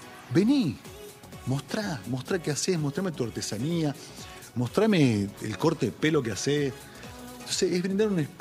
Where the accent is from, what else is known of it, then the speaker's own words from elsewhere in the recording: Jujuy, Argentina; born there; como nací acá, sé lo que es el carnaval.